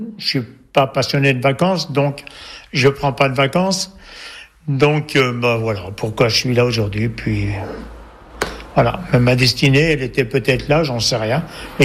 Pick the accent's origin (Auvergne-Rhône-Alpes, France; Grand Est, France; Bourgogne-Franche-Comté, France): Bourgogne-Franche-Comté, France; Couches; Bon, je suis né à Couches, je suis resté à Couches.